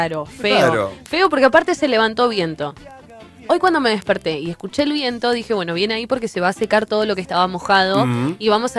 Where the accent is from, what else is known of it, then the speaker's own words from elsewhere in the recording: Argentina; si algo que no somos los argentinos es humildes